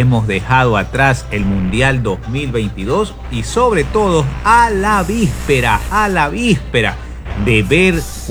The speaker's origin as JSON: {"language": "Spanish", "country": "Ecuador", "said": "Existe un ambiente de muchísimo positivismo y no puede ser para menos luego de hacer nuestro equipo ecuatoriano una gran eliminatoria"}